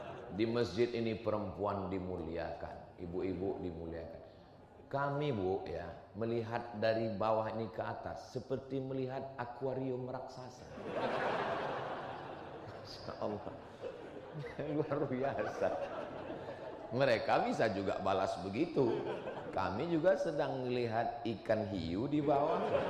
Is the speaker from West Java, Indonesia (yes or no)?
no; West Sumatra, Indonesia; Tapi karena orang Minangkabau mau ngasih tahu, di kampung kami namanya surau.